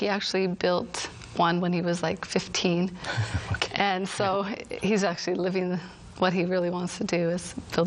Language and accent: English; British Columbia, Canada; born there; So I was born in British Columbia, Canada, so I'm representing that well, I guess.